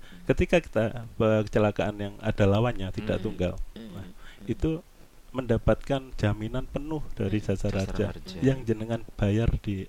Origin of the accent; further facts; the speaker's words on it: Banyuwangi, East Java, Indonesia; kita warga Banyuwangi